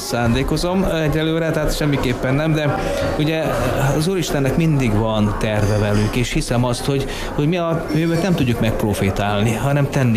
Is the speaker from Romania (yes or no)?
yes; Bahnea, Mureș County, Romania; moved away as an adult; now in South Australia, Australia; Marosvásárhely közelében, tehát Marosvásárhelyen jártam többnyire, de Bonyháról származom, ami Marosvásárhely melletti községnek számít, 30 kilométerre van Marosvásárhelytől